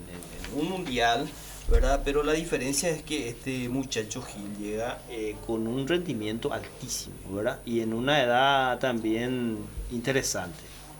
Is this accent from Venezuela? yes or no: no; Paraguay